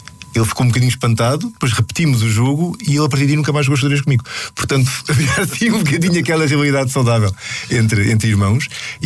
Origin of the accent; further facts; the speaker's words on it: Lisbon, Portugal; moved away; A minha infância foi passada ali no Lumiar, um bairro muito típico de Lisboa